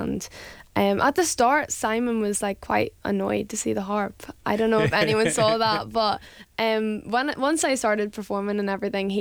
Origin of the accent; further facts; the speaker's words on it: Northern Ireland, United Kingdom; I'm from just outside Newry, South Armagh, and it's from a very, very small town. Like, there's nothing around me, not even a shop or anything, just a park. So from a very like countryside area.